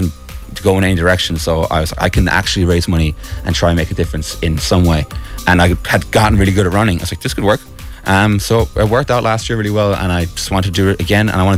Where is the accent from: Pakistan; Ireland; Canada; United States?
Ireland; Kerry, Munster; I'm from Kerry.